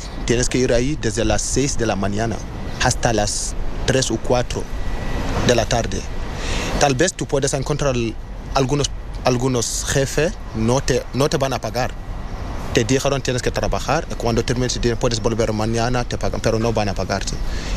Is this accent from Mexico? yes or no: no; Mauritania; Spanish is a second language; moved away as an adult; also born or lived in Senegal; now in Spain; soy mauritano y senegalés. Tengo 24 años. Llegué a España el 2 de marzo 2025.